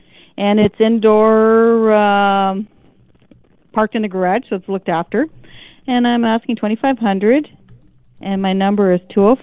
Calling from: McCreary, Manitoba, Canada

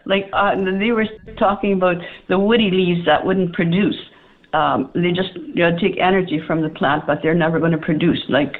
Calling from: Winkler, Manitoba, Canada; I'm calling from Winkler.

